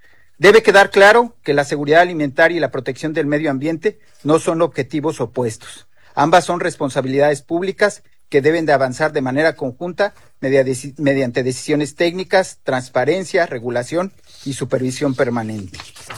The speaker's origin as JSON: {"language": "Spanish", "country": "Mexico"}